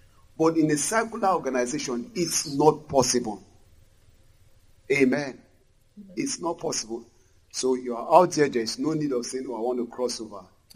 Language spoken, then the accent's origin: English; Lagos, Nigeria; I said, I'm an artist from Lagos.